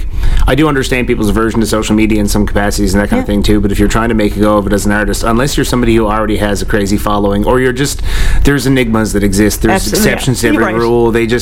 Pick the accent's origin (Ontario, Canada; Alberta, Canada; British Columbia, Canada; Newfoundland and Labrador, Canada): Newfoundland and Labrador, Canada; Bay de Verde; I kind of put it in the so I created this character from Conception Bay North, which is where I grew up. I grew up in Bay de Verde.